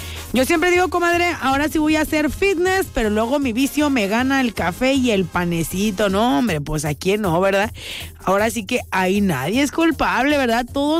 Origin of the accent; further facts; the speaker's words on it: Mexico; Así da como buen mexicano.